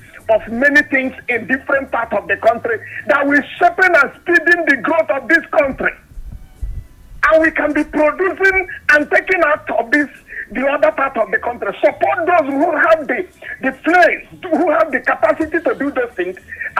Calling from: Nigeria

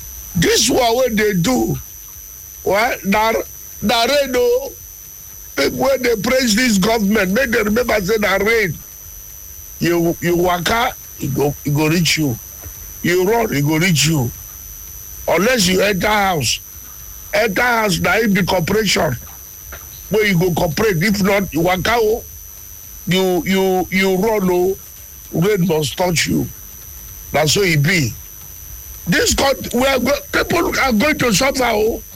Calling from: Okrika, Rivers, Nigeria; calling from Okrika.

